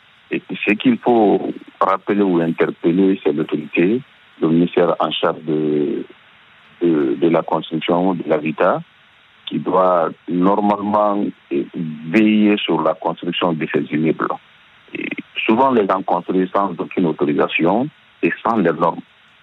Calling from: Guinea; Et l'effondrement des immeubles actuellement chez nous en Guinée nous inquiète beaucoup.

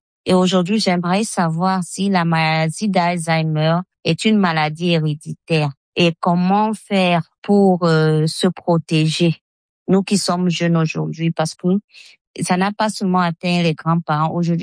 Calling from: Douala, Littoral, Cameroon; je vis à Douala, au Cameroun.

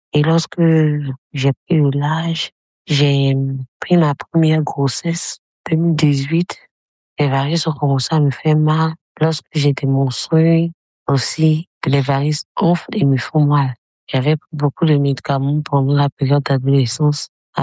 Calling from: Abidjan, Côte d’Ivoire; j'ai 40 ans et j'appelle depuis Abidjan.

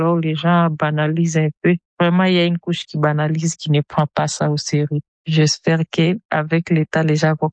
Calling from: Butembo, North Kivu, DR Congo; ici dans la ville de Butembo

